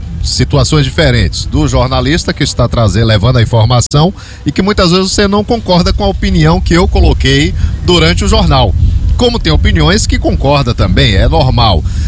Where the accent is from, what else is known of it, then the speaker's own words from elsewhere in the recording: Feira de Santana, Bahia, Brazil; now in Serra do Ramalho, Brazil; Eu sou de Feira de Santana, Serrinha é vizinha a mim, mas hoje eu estou em Serra do Ramalho